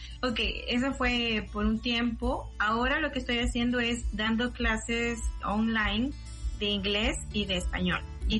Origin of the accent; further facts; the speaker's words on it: Piura, Peru; moved away as an adult; now in India; yo pues soy del norte, de Piura